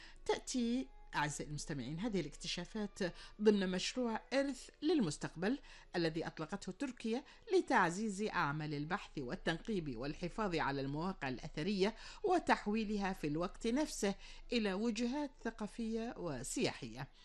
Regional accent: Kuwait; تحياتنا وتقديرنا واحترامنا لكل رجالات الداخلية وهم يسعون لفرض الأمن والأمان في ديرتنا الحبيبة الكويت

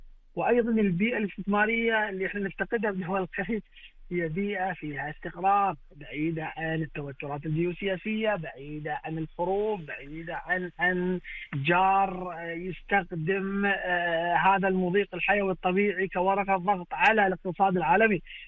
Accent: Kuwait; احنا كشباب كويتي واعد

